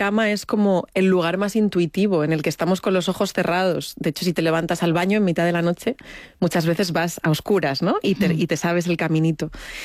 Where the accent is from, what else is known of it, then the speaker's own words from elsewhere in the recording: Madrid, Community of Madrid, Spain; yo soy de Madrid, pero mis padres son de Extremadura.